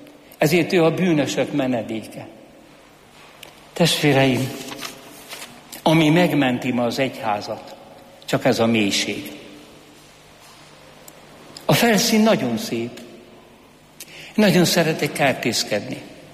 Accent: Hungary; Én római katolikus vagyok, és magyar vagyok.

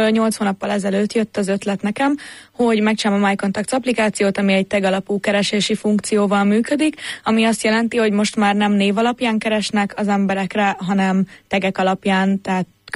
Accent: Budapest, Hungary; Hát én Budán nőttem fel, Rózsadombon, 15 évet laktam a Bimbó úton, édesanyukámmal, aki református kántor és zongora művész

